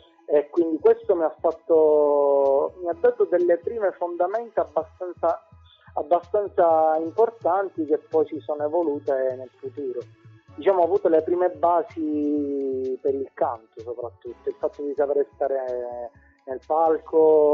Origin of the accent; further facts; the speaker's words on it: Palermo, Sicily, Italy; accent: Palermitano; L'accento palermitano doc.